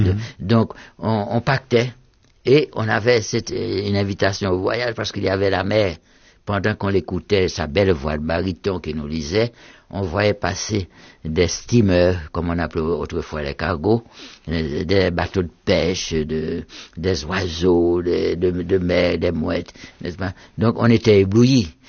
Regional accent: Jacmel, Sud-Est, Haiti; c'est ce qui m'a frappé quand je suis arrivé dans ma ville natale, surtout.

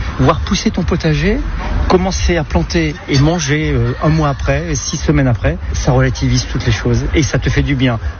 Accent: Grand Est, France; Voilà, parce que je suis alsacien et mon retour en Alsace me pousse vers le magui.

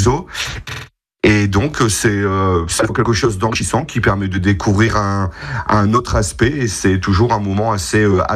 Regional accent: Maubeuge, Hauts-de-France, France; Oui, je suis natif de Maubeuge, et du fait, j'ai toujours connu le zoo de Maubeuge, j'ai toujours été au zoo de Maubeuge

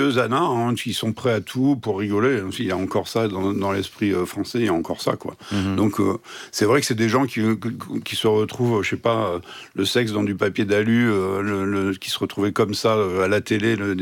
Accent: Saint-Quentin, Hauts-de-France, France; moved away; J'étais à Saint-Quentin, ma ville natale

